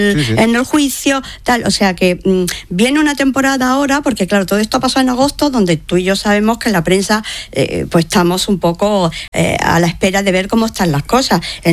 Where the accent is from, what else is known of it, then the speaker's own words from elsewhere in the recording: Melilla, Spain; yo soy melillense ya de varias generaciones.